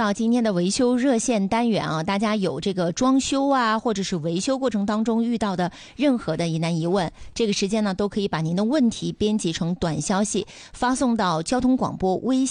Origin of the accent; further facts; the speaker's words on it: Dalian, Liaoning, China; 因为我们大连人还是非常喜欢体育广播的。